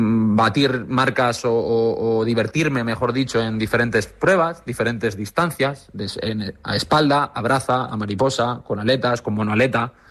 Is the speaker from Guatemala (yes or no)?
no; Canary Islands, Spain; Me crío en Fuerteventura, aunque mi acento no lo indica así, yo me crío en Fuerteventura, entonces vivimos la crisis de los cayucos.